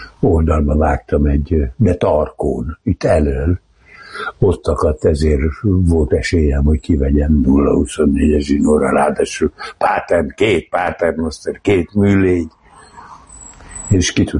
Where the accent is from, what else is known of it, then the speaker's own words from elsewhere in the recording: Tatabánya, Komárom-Esztergom, Hungary; born there; Igen, ott születtem, de valójában nem tatabányaiak vagyunk, hanem Az Üllői út 105-ben volt a lakás